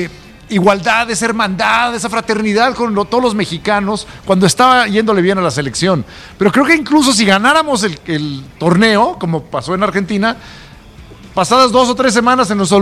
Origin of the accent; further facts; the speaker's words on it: Mexico; Y nosotros, como mexicanos, pues nada más agarramos palomitas y a...